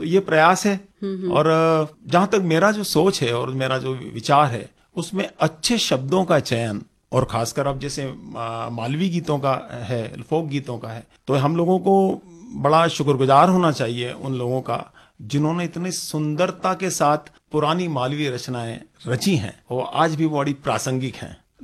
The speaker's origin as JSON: {"language": "Hindi", "town": "Indore", "region": "Madhya Pradesh", "country": "India", "said": "मैं इंदौर के निवासी हूँ और मालवा क्षेत्र आपको मालूम है कि हमारी मीठी बोली के लिए बड़ा प्रसिद्ध है।"}